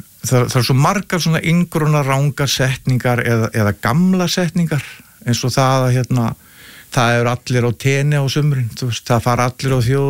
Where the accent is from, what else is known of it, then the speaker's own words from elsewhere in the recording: Vestmannaeyjar, Southern Region, Iceland; ég fættur uppalinn í Vestmannaeyjum og búin að vera 35 heilum þjóðatíðum